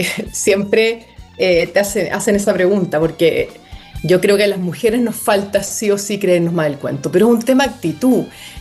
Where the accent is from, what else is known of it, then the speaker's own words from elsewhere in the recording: La Calera, Valparaíso, Chile; yo, por ejemplo, soy de La Calera.